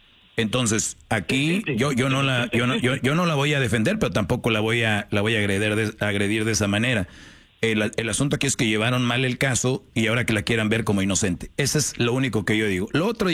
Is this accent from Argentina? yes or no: no; Spain; yo soy español.